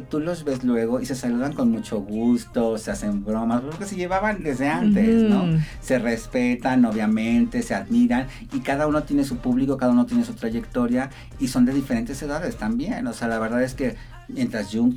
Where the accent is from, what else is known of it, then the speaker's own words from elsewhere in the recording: Michoacán, Mexico; Yo, por favor, también cuando llegué de Michoacán con dos trenzas largas llenas de listones que nadie creía en mí, y poco a poco fui abriéndome las puertas